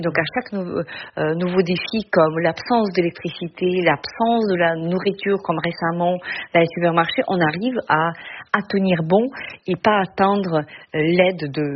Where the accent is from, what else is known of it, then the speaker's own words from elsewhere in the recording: Ukraine; le peuple ukrainien